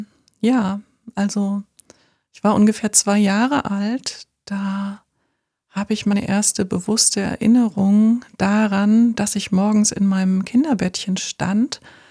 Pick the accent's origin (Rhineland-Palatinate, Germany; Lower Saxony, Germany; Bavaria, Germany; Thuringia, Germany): Thuringia, Germany; ich bin in Thüringen aufgewachsen, in so einem klitzekleinen Dorf, auf einem Bauernhof.